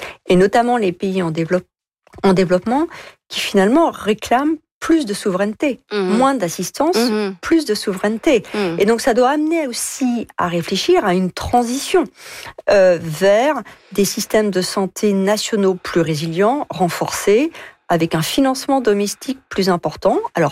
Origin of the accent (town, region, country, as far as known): France